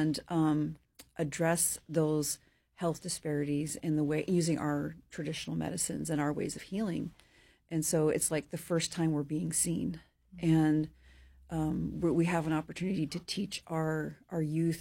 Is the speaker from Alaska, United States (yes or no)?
yes; Ketchikan, Alaska, United States; also born or lived in Hydaburg, Alaska; Well, so I grew up in Heidelberg and Ketchikan